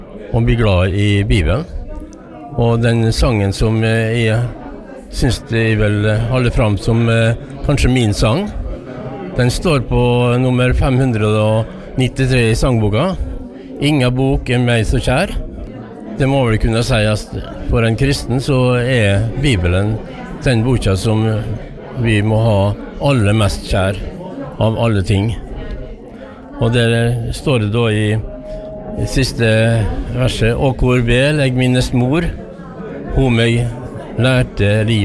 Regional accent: Isfjorden, Møre og Romsdal, Norway; og jeg kommer fra Isfjorda.

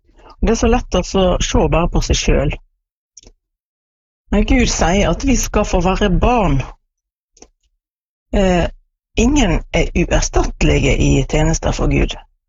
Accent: Askøy, Vestland, Norway; now in Stranda, Norway; Jeg bor på Stranda sammen med mannen min. Men jeg er født og oppvokst på Askøy.

